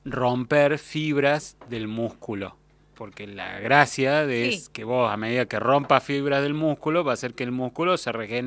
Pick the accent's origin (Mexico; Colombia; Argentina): Argentina; Somos argentinos, futboleros